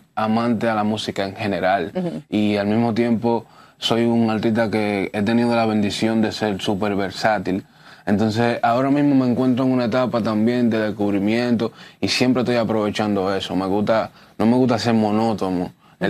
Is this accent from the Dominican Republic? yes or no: yes; Los Alcarrizos, Santo Domingo, Dominican Republic; Yo soy de los Alcarrizos, un barrio de Pantoja, un barrio de Santo Domingo. Y en la iglesia donde me congregaba siendo niño, porque vengo de creencias cristianas